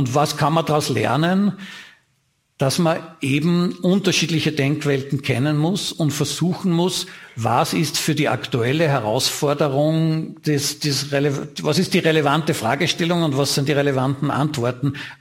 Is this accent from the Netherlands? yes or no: no; Laakirchen, Upper Austria, Austria; also wo ich herkomme, Lackirchen, Steirermühl. Wir haben 3 Papierfabriken oder 2 zumindest dort